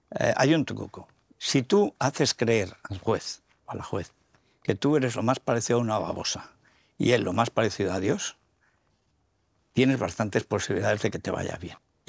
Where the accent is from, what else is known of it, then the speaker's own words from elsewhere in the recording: Orihuela del Tremedal, Aragon, Spain; Pues yo nazco en un pueblo en los Montes Universales, que se llama Orihuela del Tremedal, en la provincia de Teruel, en una familia muy humilde. Mi padre era zapatero, mi madre era la maestra del pueblo y soy el primero de 3 hermanos.